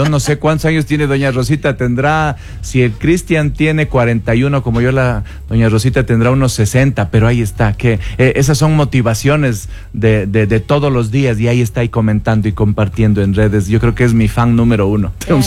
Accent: Ibarra, Imbabura, Ecuador; Cuando yo estaba muy chiquito aquí en Ibarra, viajábamos bastante a Quito porque los familiares de mi mamá vivían por allá y trasladábamos allá. Pero yo siempre, querendón de mi tierra

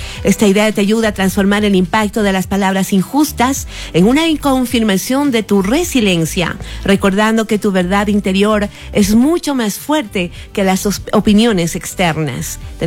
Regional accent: Ecuador; como todos los días somos los ecuatorianos, a luchar por un día más?

